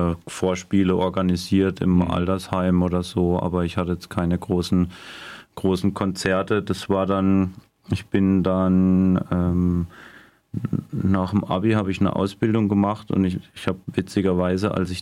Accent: Simonswald, Baden-Württemberg, Germany; Nee, ich bin in Simonswald aufgewachsen. Das ist so 30 Kilometer nordöstlich von Freiburg

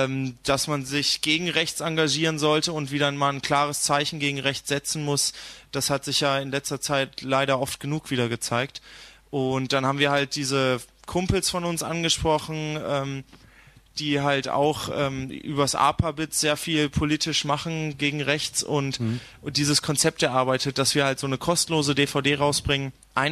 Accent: Berlin, Germany; als Berliner

